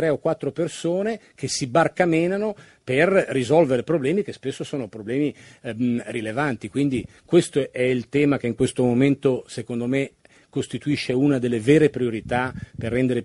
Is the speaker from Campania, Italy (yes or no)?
no; Piedmont, Italy; Io vengo dal Piemonte